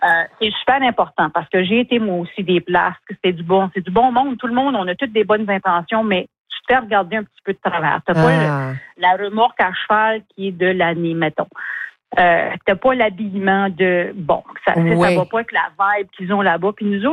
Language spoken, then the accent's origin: French; Edmundston, New Brunswick, Canada; also born or lived in Moncton; Ça a commencé avec mon déménagement de Moncton à Edmundston. Je suis originaire d'Edmundston.